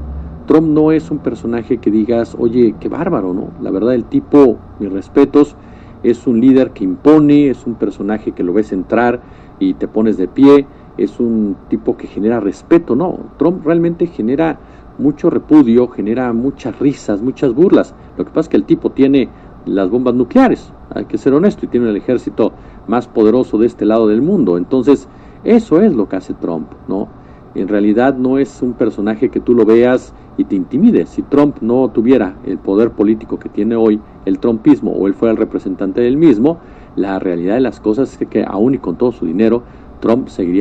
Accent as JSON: {"language": "Spanish", "country": "Mexico"}